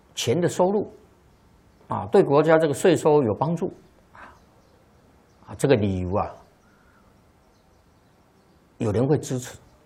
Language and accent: Chinese; China; 当然啊，这个跟我们中华传统文化这个根有关系的。在我们中国人心目当中啊，你开赌场啊总是不好的，不道德的。